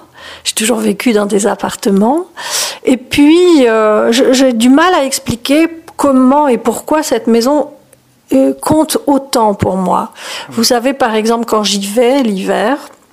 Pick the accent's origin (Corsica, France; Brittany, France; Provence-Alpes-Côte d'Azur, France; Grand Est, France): Provence-Alpes-Côte d'Azur, France; Marseille; je viens de un peu nulle part, de la Méditerranée, j'ai grandi à Marseille